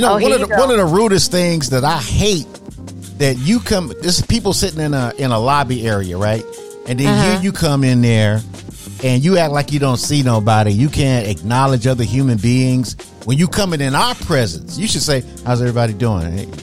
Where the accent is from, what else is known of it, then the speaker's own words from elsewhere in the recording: the South, United States; I'm from the South, and people speak to you. They're more kind and more generous.